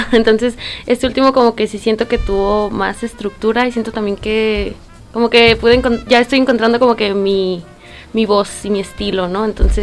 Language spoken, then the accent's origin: Spanish; Cuauhtémoc, Mexico; soy cineasta de Cuauhtémoc, como ya lo dijeron ahorita. Tengo un colectivo en Cuauhtémoc que se llama Cocine.